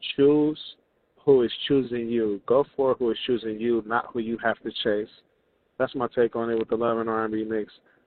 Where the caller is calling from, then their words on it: Houston, Texas, United States; How you doing, Love and R&B? This is … I'm calling from Houston.